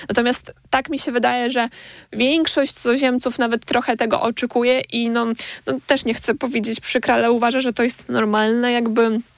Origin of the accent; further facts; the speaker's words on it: Belarus; pomijając to, że jestem Białorusinką